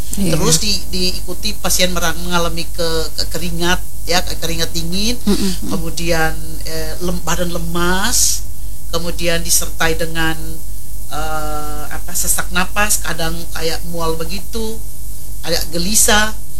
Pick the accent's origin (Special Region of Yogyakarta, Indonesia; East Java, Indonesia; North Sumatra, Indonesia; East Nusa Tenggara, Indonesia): East Nusa Tenggara, Indonesia; Malaka; kalau saya orang Melaka